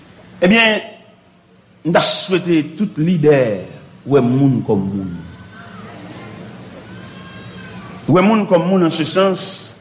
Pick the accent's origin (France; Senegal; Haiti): Haiti; nous-mêmes haïtiens chrétiens